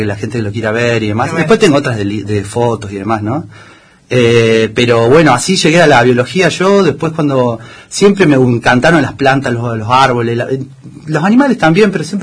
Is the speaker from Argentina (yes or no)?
yes; Patagonia, Argentina; born there; moved away; also born or lived in Córdoba, Argentina; Uno siempre va con los ojos de la Patagonia, porque soy patagónico